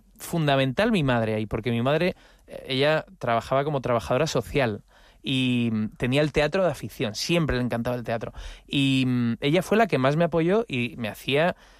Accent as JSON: {"language": "Spanish", "town": "Madrid", "region": "Community of Madrid", "country": "Spain"}